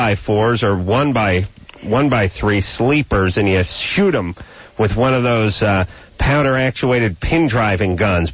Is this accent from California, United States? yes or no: yes; California, United States; I come from the West Coast. I don't deal with basements. I never dealt with basements. We don't have any out here.